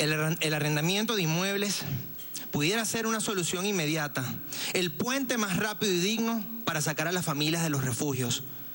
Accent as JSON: {"language": "Spanish", "country": "Venezuela", "said": "vivimos como venezolanos"}